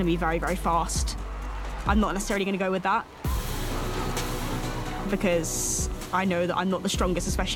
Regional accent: London, United Kingdom; I'm 21 years old and I'm from London.

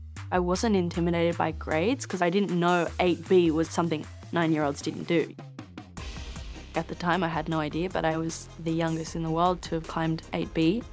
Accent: Australia; I'm 19 years old and I'm from Australia.

